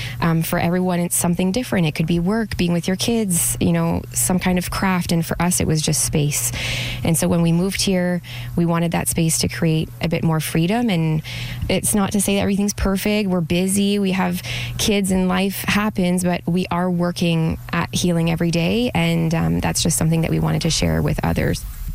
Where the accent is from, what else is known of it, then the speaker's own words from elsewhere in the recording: Ontario, Canada; now in New Brunswick, Canada; We're francophone aussi, and we're Indigenous from Ontario. So we just love the culture here.